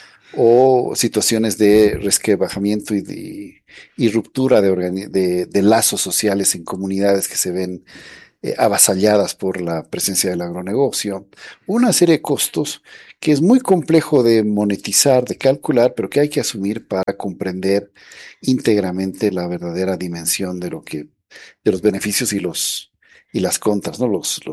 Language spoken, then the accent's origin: Spanish; Bolivia; Como bolivianos, como sociedad.